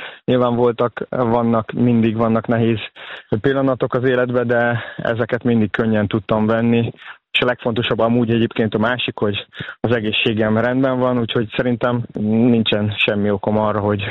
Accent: Komló, Baranya, Hungary; Igen, én Komlón nőttem föl, és igazából a focival apukámnak köszönhetően ismerkedtem meg.

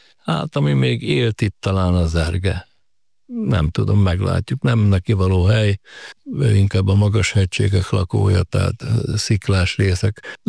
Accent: Nagybátony, Nógrád, Hungary; Hát a Nógrád megyének a keleti végéből származom, nagybátonyi vagyok, a gyerekkoromat az Agyvarónál az erdő közepén töltöttem

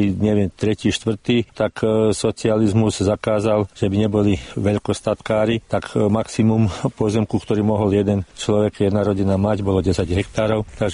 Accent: Ilok, Vukovar-Srijem County, Croatia; Väčšinou, ako aj ostatní Slováci z Iloku, my sme prišli z Vojvodiny.

